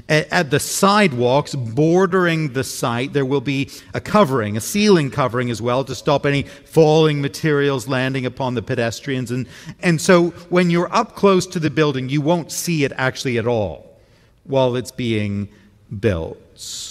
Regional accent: Toronto, Ontario, Canada; When I was a kid growing up in Toronto, I used to enjoy going downtown on a Saturday morning with one or two of my friends

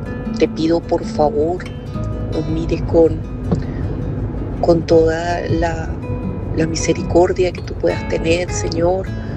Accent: Venezuela; now in Austin, United States; venezolana, obviamente muy afectada y preocupada por la situación de mi país. Vivo en Austin, Texas

